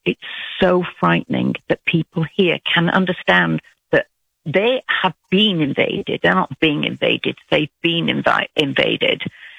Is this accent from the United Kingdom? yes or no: yes; United Kingdom; I'm not. I'm British.